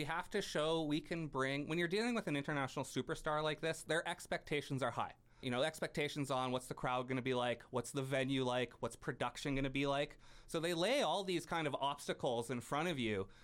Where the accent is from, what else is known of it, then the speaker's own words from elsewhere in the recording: Prince George, British Columbia, Canada; Actually, it's funny that you bring that up, because growing up in Prince George, when I was under 19, there was like … these great shows would come